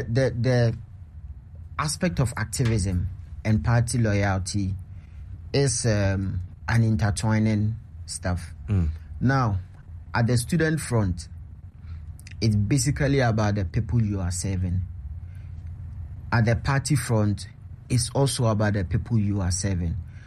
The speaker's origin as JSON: {"language": "English", "town": "Kumasi", "region": "Ashanti", "country": "Ghana", "tie": "born or raised there", "said": "born and raised in Kumasi, the Ashanti region. I come from Santase."}